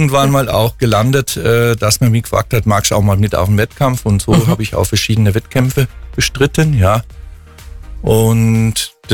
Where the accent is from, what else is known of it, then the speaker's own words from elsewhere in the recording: Wörth am Main, Bavaria, Germany; born there; Und in dem Ort, wo ich geboren bin, Wörth am Main, gab es vom Turnverein auch eine Schwimmabteilung